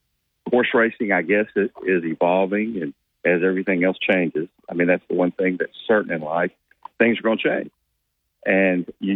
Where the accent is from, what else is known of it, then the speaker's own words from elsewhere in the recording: Monticello, Arkansas, United States; I'm from Monticello High School